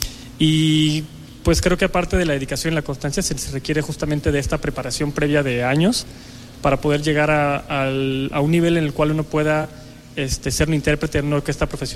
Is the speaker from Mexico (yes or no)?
yes; Celaya, Guanajuato, Mexico; Yo soy de Celaya, Guanajuato.